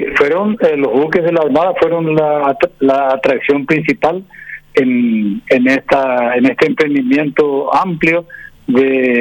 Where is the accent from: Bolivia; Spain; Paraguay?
Paraguay; Fulgencio Yegros, Caazapá; la localidad de Fulgencio Yegros, mi pueblo natal.